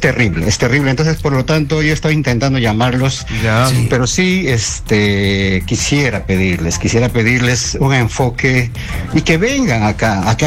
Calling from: Pichari, Cusco, Peru

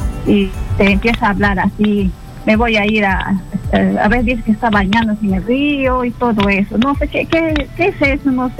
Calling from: Yurimaguas, Loreto, Peru; Lo hablo de Yurimagua, el departamento de Loreto.

